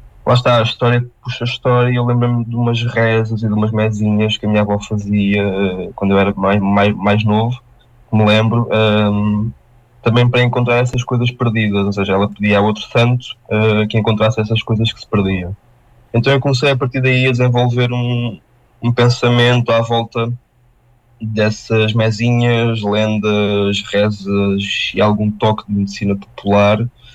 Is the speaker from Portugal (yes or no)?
yes; southern Portugal, Portugal; Eu, como não sou de Braga, sou originário da parte mais do sul do país.